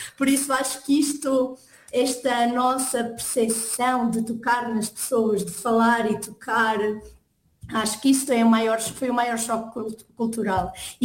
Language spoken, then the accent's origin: Portuguese; Vila Real, Portugal; moved away as an adult; now in Slovenia; eu sou engenheira ambiental, sou de Vila Real, tirei o curso na UTAD e neste momento sou investigadora no Instituto de Geografia